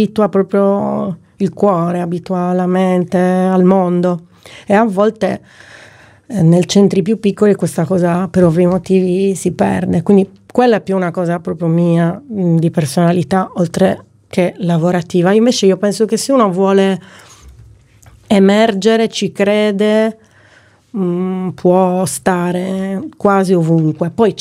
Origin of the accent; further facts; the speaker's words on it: Nuoro, Sardinia, Italy; moved away; adoro la Sardegna, mi piace moltissimo Cagliari, io sono di Nuoro, quindi adoro Nuoro